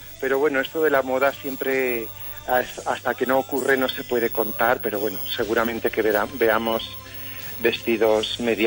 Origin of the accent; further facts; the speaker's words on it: Miguel Esteban, Castilla-La Mancha, Spain; aquí están mis rincones y mis sabores y todo lo que desde niño he vivido, que son las costumbres del pueblo, el cariño de la gente, y es donde mejor me encuentro